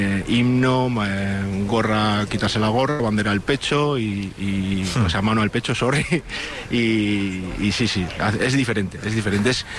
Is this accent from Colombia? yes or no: no; Bilbao, Basque Country, Spain; moved away as an adult; now in Salamanca, Spain; Pues soy de Bilbao, soy de Bilbao. Vine aquí a trabajar a principios de año y aquí sigo.